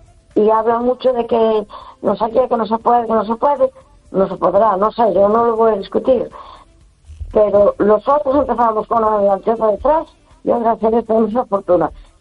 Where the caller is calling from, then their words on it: A Coruña, Galicia, Spain; de Coruña.